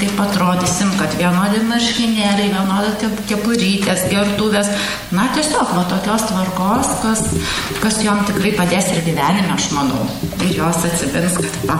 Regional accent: Utena, Utena County, Lithuania; visi matys, kad mes iš Utenos, kad mes atstovaujam Uteną.

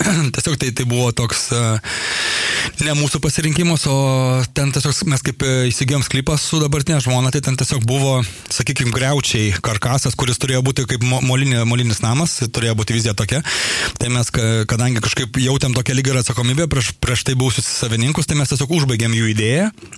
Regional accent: Siesikai, Vilnius County, Lithuania; now in Utena, Lithuania; aš iš Siesikų, aš visą laiką tik tai, kad šalia, kad suprastų žmonės, tai iš Siesikų, nes aš Siesikos jau baigiau gimnaziją, ten aš ne iš Ukmergės, nes visą laiką irgi daug kas sako, o, Ukmergiškis, nu, sakau, aš ten šalia 20 km.

